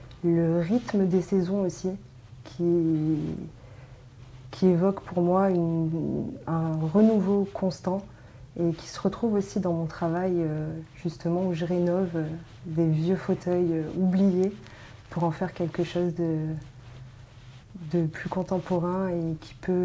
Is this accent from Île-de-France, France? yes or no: no; Auvergne-Rhône-Alpes, France; moi, j'ai grandi en Auvergne.